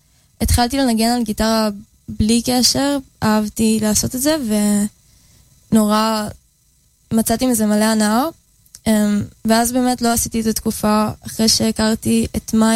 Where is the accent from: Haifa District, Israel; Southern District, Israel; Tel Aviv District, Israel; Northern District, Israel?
Tel Aviv District, Israel; Tel Aviv-Yafo; אז אני מיפו במקור, מאג'מי.